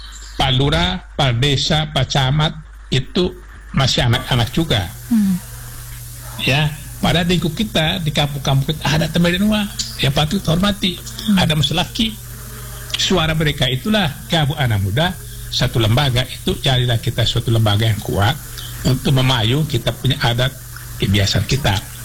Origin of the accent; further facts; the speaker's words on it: Ende, East Nusa Tenggara, Indonesia; adat kita orang Enelio